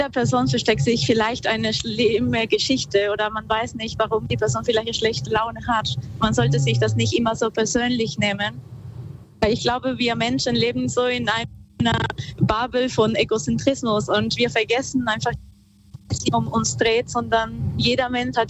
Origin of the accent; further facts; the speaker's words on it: northern Peru, Peru; Ich bin ein bisschen nördlich, ich komme ursprünglich aus Peru. Ich bin im Norden von Peru aufgewachsen und da gab es sehr viel Natur